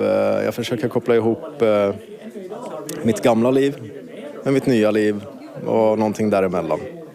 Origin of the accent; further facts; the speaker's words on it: Stockholm, Stockholm County, Sweden; now in Kökar, Finland; Ja, det är väl just resan från Gamla stan i Stockholm där jag växte upp till livet på kökar idag.